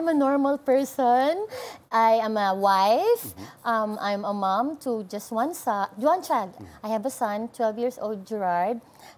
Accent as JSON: {"language": "English", "town": "Puerto Princesa", "region": "Mimaropa", "country": "Philippines", "tie": "born or raised there", "said": "I was born and been raised in Puerto Princesa, Palawan. I grew up there."}